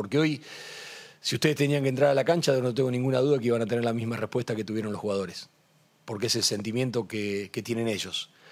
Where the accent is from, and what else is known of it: Argentina